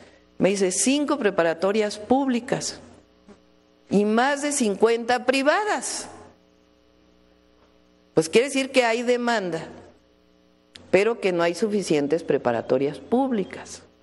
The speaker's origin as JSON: {"language": "Spanish", "country": "Mexico", "said": "Así somos las mexicanas y los mexicanos."}